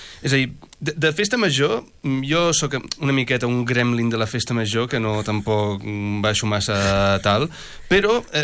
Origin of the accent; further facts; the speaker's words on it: Rubí, Catalonia, Spain; però jo he viscut aquí tota la meva vida